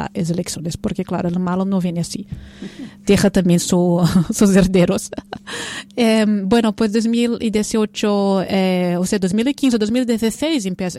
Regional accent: Salvador, Bahia, Brazil; Spanish is a second language; moved away; de Bahía de Salvador, de Bahía de mi ciudad, porque vengo de una región del Nordeste donde Lula siempre gana las elecciones.

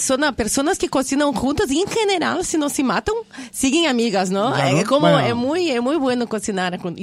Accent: Brazil; moved away; para mí, que soy de Brasil

